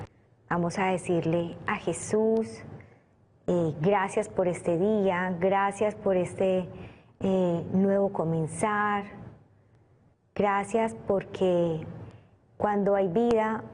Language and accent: Spanish; Colombia; moved away; en mi país, Colombia